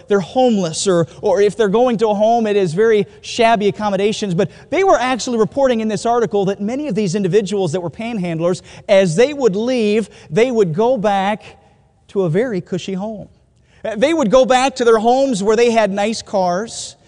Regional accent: Utah, United States; I grew up in Utah, and in Utah there was a college right near us, Weber State University.

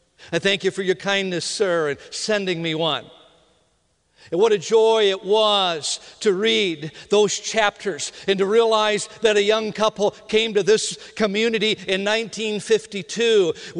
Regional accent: Minnesota, United States; But I tell you, growing up in Minnesota, I always heard people talk about the agricultural days.

